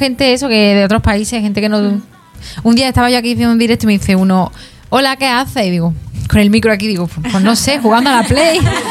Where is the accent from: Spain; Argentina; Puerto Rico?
Spain; Granada, Andalusia; accent: Granada; Porque decía como que hay que ver que teniendo acento de Granada intentaba ocultarlo. Digo, yo no intento ocultarlo. Yo tengo mi acento